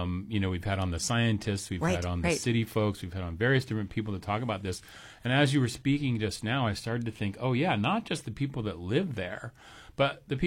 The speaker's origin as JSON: {"language": "English", "town": "Anchorage", "region": "Alaska", "country": "United States", "tie": "born or raised there", "moved": "yes", "lives_now": "Juneau, United States", "said": "I grew up in Anchorage"}